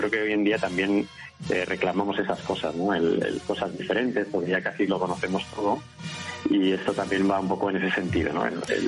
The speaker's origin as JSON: {"language": "Spanish", "town": "Salamanca", "region": "Castile and León", "country": "Spain", "said": "Yo la verdad es que suelo ir mucho porque, como digo, soy de Salamanca y..."}